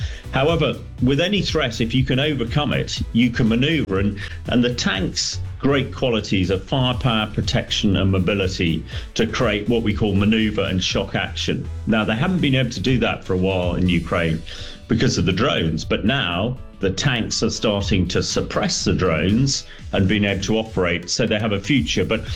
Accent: Dorset, South West England, United Kingdom; I grew up in Dorset.

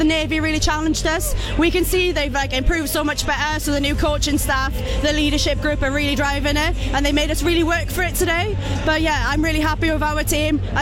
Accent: Wales, United Kingdom; as a Welsh girl

